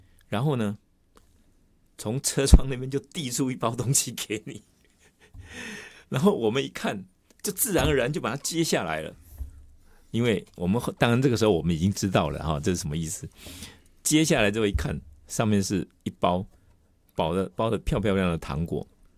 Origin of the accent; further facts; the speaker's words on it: Taiwan; 我说我们是台湾来的